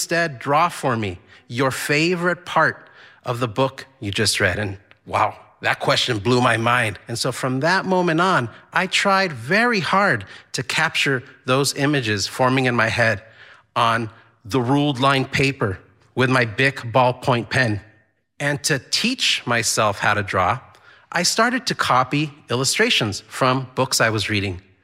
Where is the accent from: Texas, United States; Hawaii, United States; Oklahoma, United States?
Texas, United States; El Paso; born or raised there; moved away as an adult; also born or lived in Juarez, Mexico; now in Boston, United States